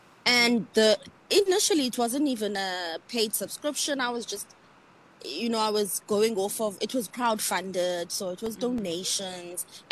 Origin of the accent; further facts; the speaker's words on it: South Africa; When I say I'm from South Africa